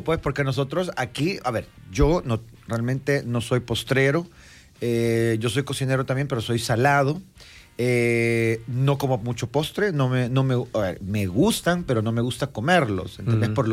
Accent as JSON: {"language": "Spanish", "country": "El Salvador", "said": "voy a hablar yo por nosotros los salvadoreños"}